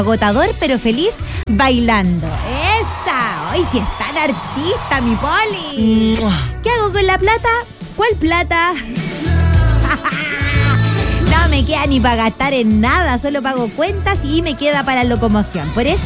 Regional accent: Dominican Republic; Un abrazo para ti, mi tabita, y soy de la RD.

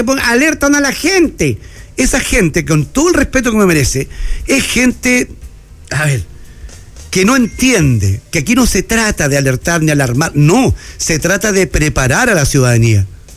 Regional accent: Antofagasta, Chile; Los que somos de Antofagasta y vivimos lamentablemente el 91, lo sabemos.

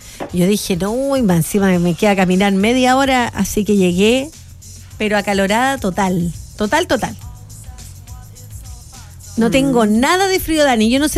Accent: northern Chile, Chile; also born or lived in Santiago; somos el norte de Chile

